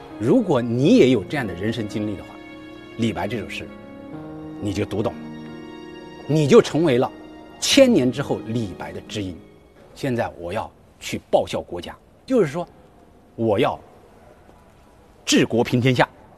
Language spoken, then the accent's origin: Chinese; Wangjiang, Anhui, China; moved away as an adult; 我在18岁以前从来没有离开过我的家乡安徽省安庆市一个小小的县城望江县，18岁以前从来没有出过望江县。